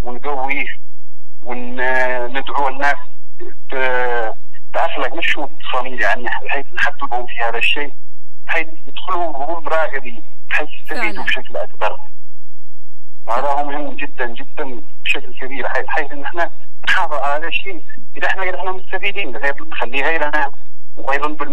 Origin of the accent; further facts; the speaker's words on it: Yemen; احنا كشعب يمني